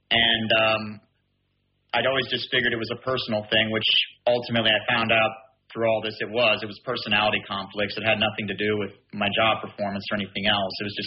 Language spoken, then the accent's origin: English; Jacksonville, Florida, United States; moved away as an adult; also born or lived in South Carolina; when I was a kid growing up, I grew up in Jacksonville.